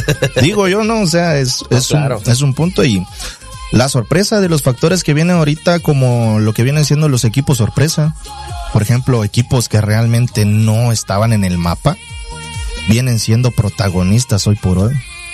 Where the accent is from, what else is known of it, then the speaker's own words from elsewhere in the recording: Tuxtla Gutiérrez, Chiapas, Mexico; Yo no soy marroquí. Imagínate, soy tuxtleco aquí, tiré el ombligo y todo.